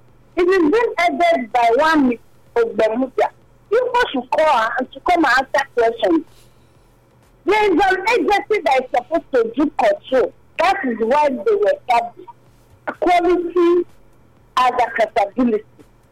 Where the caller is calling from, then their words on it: Benin City, Edo, Nigeria; coming from Benin.